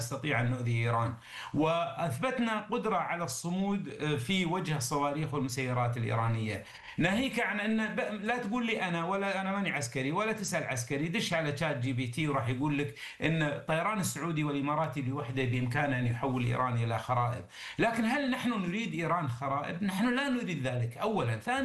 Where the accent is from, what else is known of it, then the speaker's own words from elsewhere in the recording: Kuwait; عندنا بالكويت